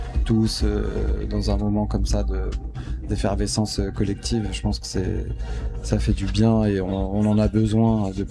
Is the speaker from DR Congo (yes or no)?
no; France; moved away as an adult; also born or lived in Rio de Janeiro, Brazil; je suis Français aussi